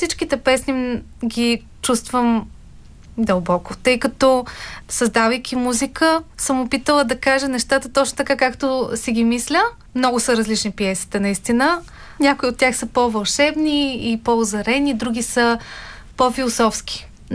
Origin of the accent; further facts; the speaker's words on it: Razgrad, Razgrad Province, Bulgaria; moved away; моя роден град Разград